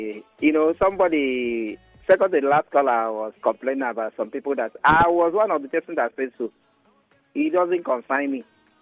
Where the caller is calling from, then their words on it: Nigeria; I'm a Nigerian. I am not Senegal. I'm not Morocco.